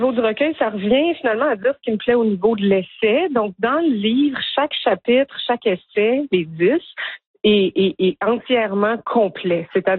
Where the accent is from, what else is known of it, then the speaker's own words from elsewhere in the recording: Ontario, Canada; moved away as an adult; also born or lived in Quebec; now in Nova Scotia, Canada; Puis moi, comme vous l'avez dit, je viens de l'Ontario. Je connais bien l'Ontario. J'ai vécu là 25 ans.